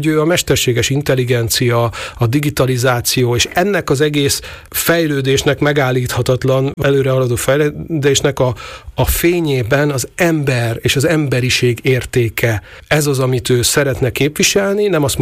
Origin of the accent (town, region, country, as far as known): Hungary